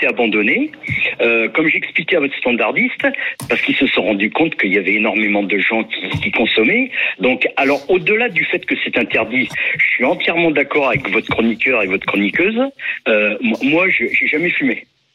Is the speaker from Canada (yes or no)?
no; Tourcoing, Hauts-de-France, France; J'embrasse Fred Darmel parce que moi j'ai vécu mon enfance à Tourcoing.